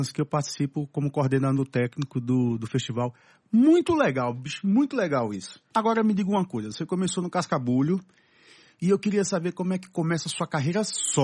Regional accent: Petrolina, Pernambuco, Brazil; lá na minha cidade, e na minha cidade vizinha também, que é Juazeiro, Petrolina e Juazeiro.

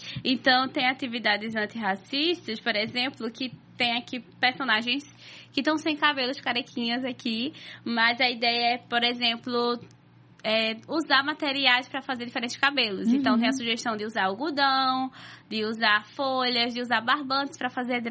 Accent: Aliança, Pernambuco, Brazil; em Aliança, que é onde eu cresci, Zona da Mata Norte.

